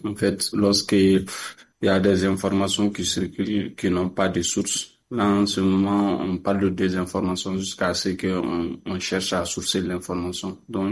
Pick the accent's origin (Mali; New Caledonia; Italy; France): Mali; chez nous, au Mali